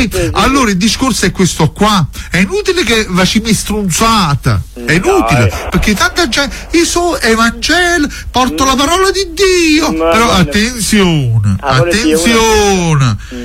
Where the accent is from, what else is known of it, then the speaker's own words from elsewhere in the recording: Torre del Greco, Campania, Italy; born there; Io sono nato a Torre del Greco.